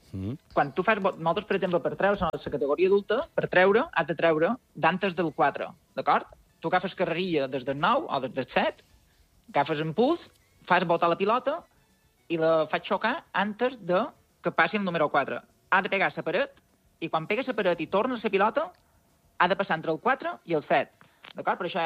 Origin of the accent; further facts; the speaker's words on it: Balearic Islands, Spain; perquè nosaltres som mallorquins, no som pilotaris, som pilotaris.